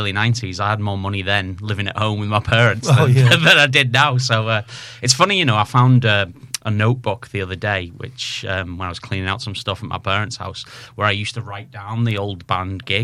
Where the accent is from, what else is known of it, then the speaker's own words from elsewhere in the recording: Widnes, North West England, United Kingdom; also born or lived in Colchester; now in Liverpool, United Kingdom; I'm from Widnes originally.